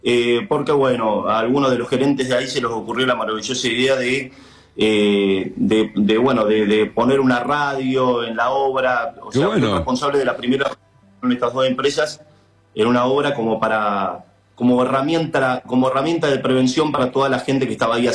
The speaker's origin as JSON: {"language": "Spanish", "town": "Villa Regina", "region": "Río Negro", "country": "Argentina", "tie": "born or raised there", "also_born_or_lived": "La Plata / Río Gallegos", "said": "Hice el colegio acá, primaria, secundaria, después me fui a otros lugares y volví a Regina"}